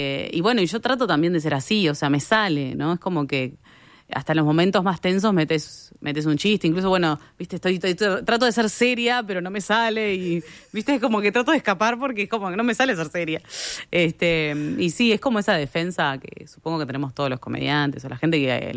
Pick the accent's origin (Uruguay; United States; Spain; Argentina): Uruguay; soy una uruguaya más